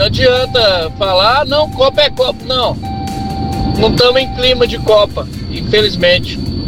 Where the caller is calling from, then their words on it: Brazil; nós que somos brasileiros